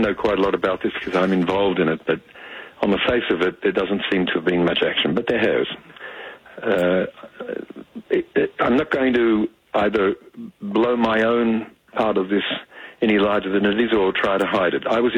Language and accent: English; Australia; That's because I'm an Australian, born in Australia.